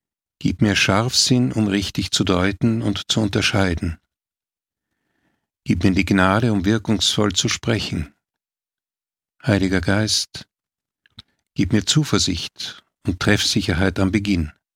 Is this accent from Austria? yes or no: yes; Vienna, Austria; Ich bin, wie gesagt, in Wien geboren, in einer ganz normalen bürgerlichen Familie, aufgewachsen, selbstverständlich. Damals war das noch normal in der katholischen Kirche. In die Messe gehen war mir als Kind eigentlich eine Selbstverständlichkeit